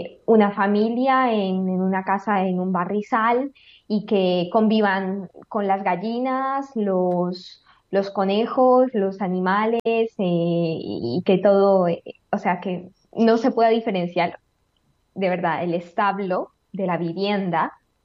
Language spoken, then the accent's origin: Spanish; Lima, Peru; moved away as an adult; now in Spain; yo vengo de Lima